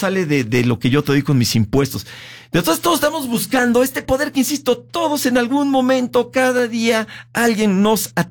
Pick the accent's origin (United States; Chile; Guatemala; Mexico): Mexico; Nos ejemplifica mucho como mexicanos.